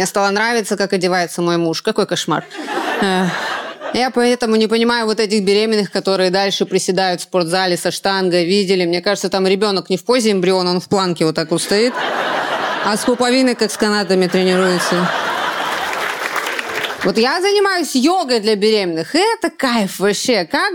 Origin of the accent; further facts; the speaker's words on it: Kamchatka Krai, Russia; now in Moscow, Russia; я родом с Камчатки